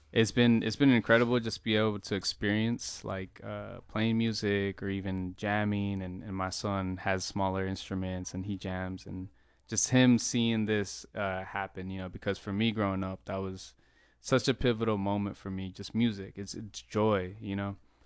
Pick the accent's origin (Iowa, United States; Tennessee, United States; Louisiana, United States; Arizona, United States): Arizona, United States; also born or lived in California; Like, I grew up, went to high school in Arizona and college out there. So I spent some time there. And I have family in LA, so spent some time in California. So for me, I feel like just I'm a byproduct of, like, the Southwest.